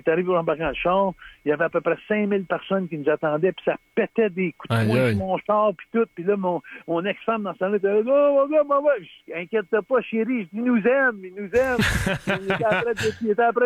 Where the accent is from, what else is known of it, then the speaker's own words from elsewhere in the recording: Saint-Sulpice, Quebec, Canada; ça se ramassait chez nous à Saint-Sulpice. Moi, j'avais 7-8 ans